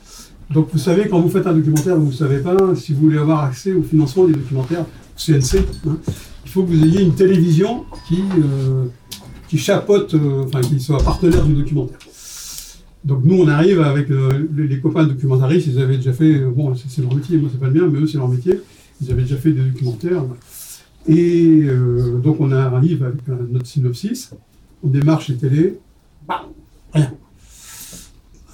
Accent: Lyon, Auvergne-Rhône-Alpes, France; On n'est pas parisiens. On est lyonnais.

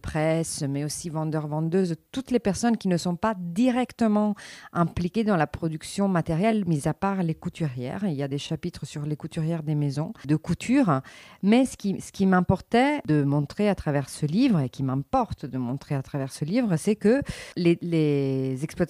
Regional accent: Italy; je suis italienne

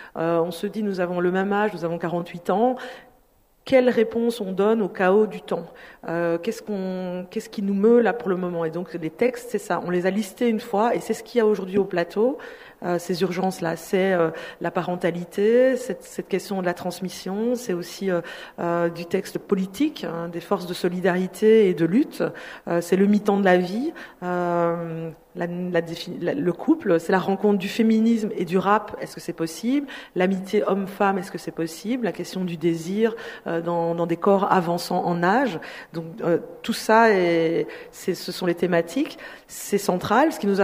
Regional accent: Belgium; Nous sommes aussi, Marc et moi, deux personnes racisées. Donc, moi, je suis belge d'origine congolaise

